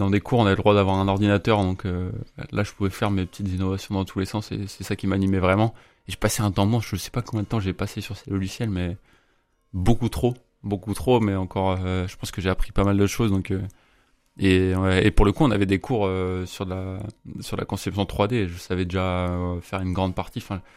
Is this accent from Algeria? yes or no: no; Brittany, France; moved away as an adult; now in Rennes, France; Entre les Côtes d'Armor et l'Ille-et-Vilaine. C'est-à-dire que j'ai grandi dans les Côtes d'Armor et maintenant j'ai fait mes études en Ille-et-Vilaine, enfin à Rennes.